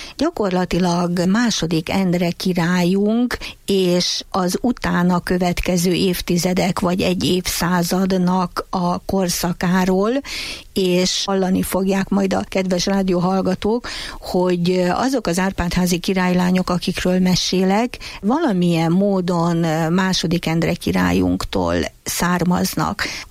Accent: Miskolc, Borsod-Abaúj-Zemplén, Hungary; Én pedig miskolci lévén

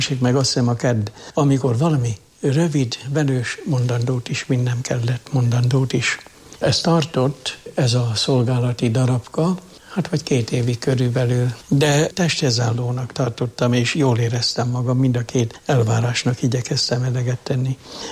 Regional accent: Jászárokszállás, Jász-Nagykun-Szolnok, Hungary; born there; moved away

